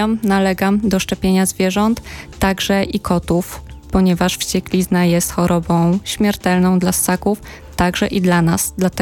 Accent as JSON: {"language": "Polish", "region": "Masovian Voivodeship", "country": "Poland", "said": "u nas na Mazowszu"}